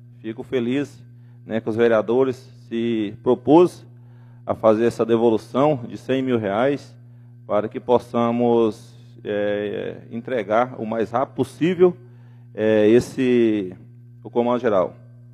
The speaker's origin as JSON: {"language": "Portuguese", "town": "Vila Rica", "region": "Mato Grosso", "country": "Brazil", "tie": "born or raised there", "said": "A gente que mora aqui em Vila Rica, eu nasci em Vila Rica, né, 41 anos que eu moro aqui"}